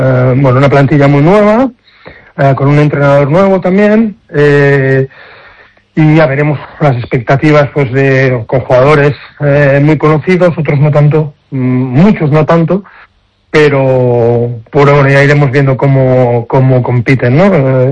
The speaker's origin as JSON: {"language": "Spanish", "town": "Badalona", "region": "Catalonia", "country": "Spain", "said": "Soy de Badalona, pero también soy del Barça de fútbol, entonces, bueno, ahí y he estado en el Barça. O sea que, pero soy de Badalona, eso no me lo quita nadie."}